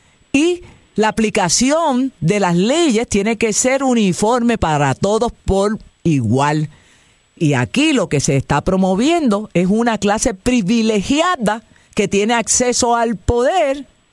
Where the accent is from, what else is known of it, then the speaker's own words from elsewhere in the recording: Puerto Rico; yo, como puertorriqueña